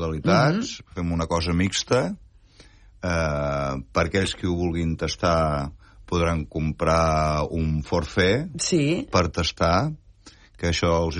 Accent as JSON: {"language": "Catalan", "region": "Catalonia", "country": "Spain", "said": "també som catalans, estem a Catalunya"}